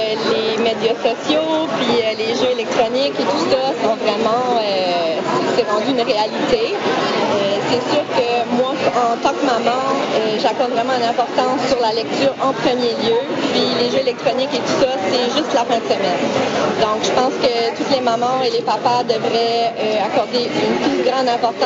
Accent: New Brunswick, Canada; moved away as an adult; now in Moncton, Canada; originaire de la péninsule acadienne, à Moncton environ depuis une quinzaine d'années.

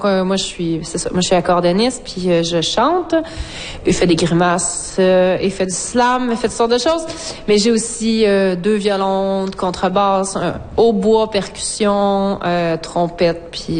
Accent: Rimouski, Quebec, Canada; C'est sûr que moi, j'ai grandi à Rimouski, j'étais partie longtemps, je suis revenue, ça fait comme 6-7 ans, fait que j'ai déjà un attachement immense envers l'Est, ce qu'on appelle l'Est du Québec, Bas-Saint-Laurent, Gaspésie, Côte-Nord.

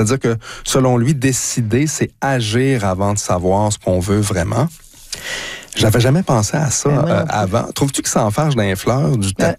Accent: Drummondville, Quebec, Canada; accent: Drummond; mon accent de Drummond en anglais.

